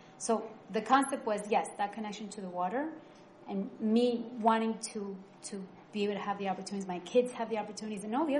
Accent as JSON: {"language": "English", "town": "New York City", "region": "New York", "country": "United States", "tie": "born or raised there", "moved": "yes", "lives_now": "East Boston, United States", "said": "growing up in New York City"}